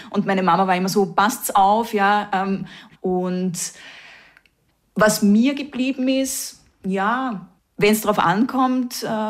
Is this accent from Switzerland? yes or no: no; Upper Austria, Austria; born there; accent: Upper Austrian dialect; now in Vienna, Austria